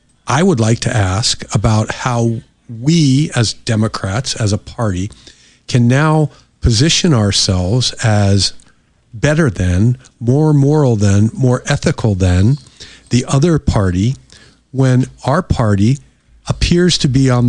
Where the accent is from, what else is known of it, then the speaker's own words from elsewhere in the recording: St. Paul, Minnesota, United States; But Art, we have something in common as we both hail from Minnesota. I was born in Ramsey County Hospital in St. Paul